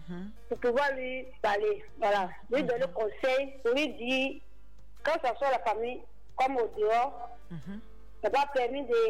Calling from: Bingerville, Abidjan, Côte d’Ivoire; De Benjerville.

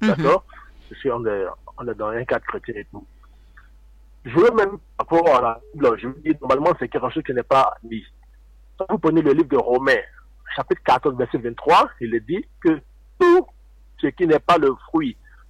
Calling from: Abidjan, Côte d’Ivoire; J'appelle de Yopougon.

